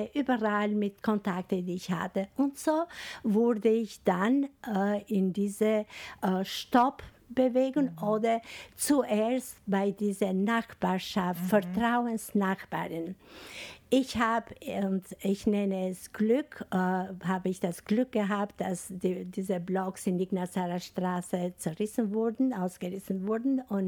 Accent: Albania; German is a second language; moved away; woher kommst du aus Albanien? Aus Albanien und dann war total etwas anderes. Wir leben hier.

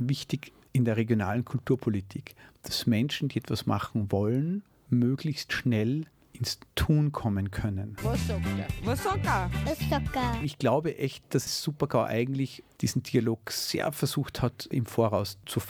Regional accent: Zell am See, Salzburg, Austria; born there; now in Innsbruck, Austria; Alles. Es ist mein Daheim.

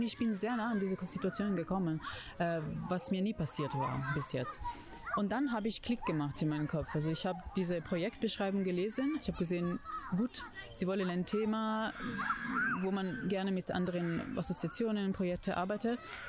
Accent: Italy; German is a second language; moved away as an adult; now in Salzburg, Austria; Ich komme aus Italien und ich habe in Venedig Theater und Kunst studiert und parallel auch Fagott.

